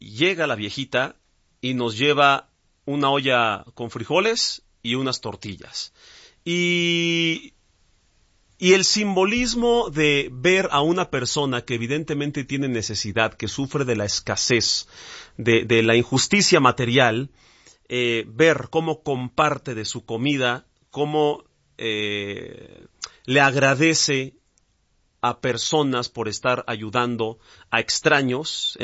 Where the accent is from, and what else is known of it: Mexico